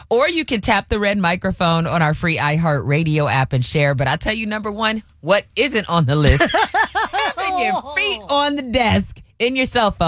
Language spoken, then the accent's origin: English; Fremont, United States; growing up in Fremont